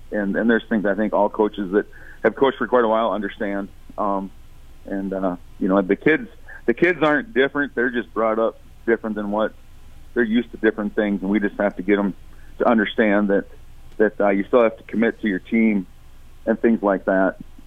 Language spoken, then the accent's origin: English; Garretson, South Dakota, United States; moved away as an adult; also born or lived in Pipestone, Minnesota; I'm originally from Garrettson.